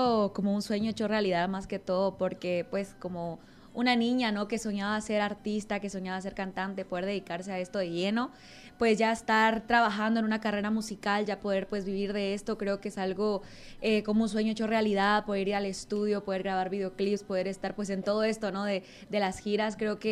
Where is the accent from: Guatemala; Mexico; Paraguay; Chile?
Guatemala; moved away; yo soy de Oriente, allá en mi país